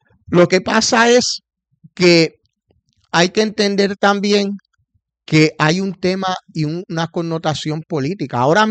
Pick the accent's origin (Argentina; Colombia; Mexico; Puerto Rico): Puerto Rico; es que se agarran de eso de que en Puerto Rico no tenemos, o sea, entonces lo atan un poco con, es que como puertorriqueños no podemos votar, es un tema de residencia y domicilio.